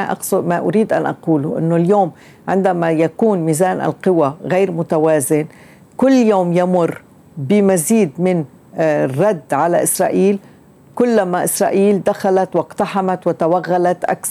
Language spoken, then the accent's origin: Arabic; Lebanon; نحن كلبنانيين